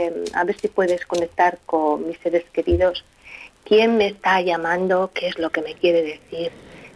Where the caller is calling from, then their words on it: Biscay, Basque Country, Spain; De Vizcaya.